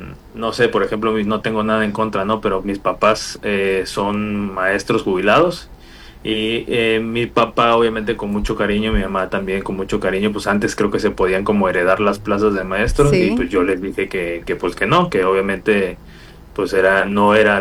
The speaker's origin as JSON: {"language": "Spanish", "town": "San Juan Evangelista", "region": "Veracruz", "country": "Mexico", "tie": "born or raised there", "said": "vacaciones en mi casa en San Juan Evangelista, bueno, casa de mis papás en San Juan Evangelista, en mi pueblito."}